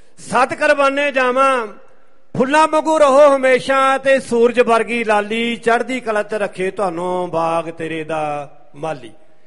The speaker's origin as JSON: {"language": "Punjabi", "town": "Jitwal", "region": "Punjab", "country": "India", "tie": "born or raised there", "said": "ਮੇਰਾ ਪਿੰਡ ਵੀ ਮੋਗੇ 'ਚ ਜੀਤਵਾਲ ਆ"}